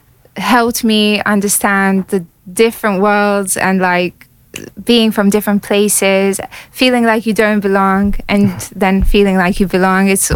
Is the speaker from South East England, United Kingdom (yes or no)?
no; London, United Kingdom; born there; also born or lived in Moscow / Kosovo; I moved here in 1998 and I was born in Moscow because my parents lived there. And after 4 years, we were going to move back to Kosovo, but unfortunately the war broke out and then we decided to move to London. And ever since then, we've been living here.